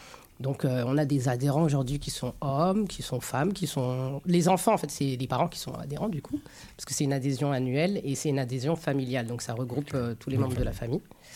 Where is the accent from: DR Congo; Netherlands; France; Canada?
France; Paris, Île-de-France; born there; moi je suis une parisienne née dans le 18e.